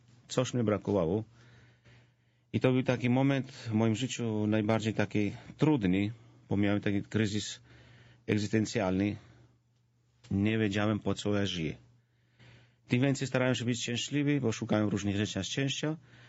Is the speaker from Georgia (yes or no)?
yes; Georgia; born or raised there; Polish is a second language; now in Poland